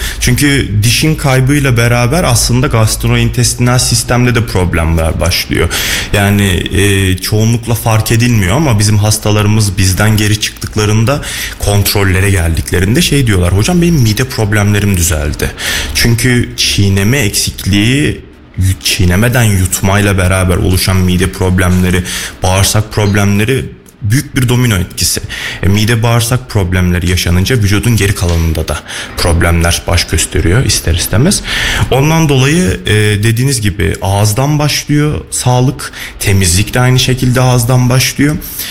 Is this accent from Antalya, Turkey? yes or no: no; Kayseri, Turkey; Kayserliyim aslen. Aynen, aslen Kayserliyim. İlk ve orta öğretimimi Kayseri'de tamamladım.